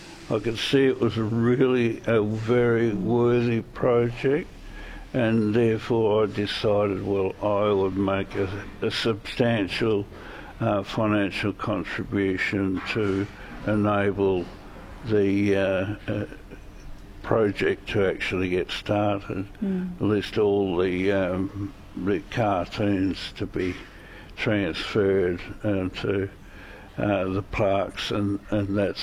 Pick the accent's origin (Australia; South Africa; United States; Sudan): Australia; Victoria; also born or lived in Kaniva; Kanaiva as really my home town. But I grew up on a farm just north of Lillima, so I've always regarded Lillima as the first step.